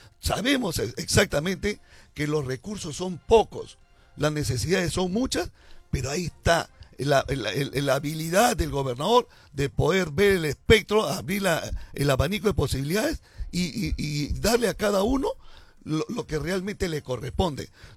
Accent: Piura, Peru

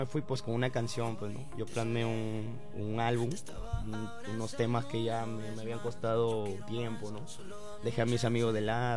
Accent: Piura, Peru; Yo soy piurano

